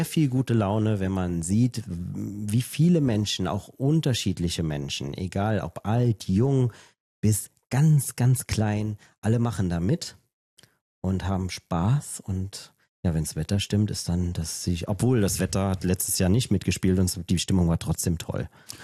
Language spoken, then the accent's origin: German; Trier, Rhineland-Palatinate, Germany; Ja, Maurice, weil das meine Heimatstadt ist. Wusstest du das?